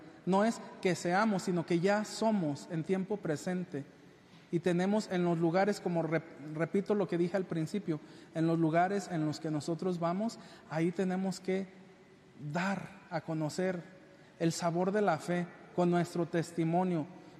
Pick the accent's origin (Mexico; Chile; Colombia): Mexico; Jalpa; moved away; Yo salí de Jalpa el 2001 y no recuerdo si en ese entonces pues mi fe se volvió insípida, porque los últimos años que estuve aquí a lo mejor no venía a las cosas de la iglesia.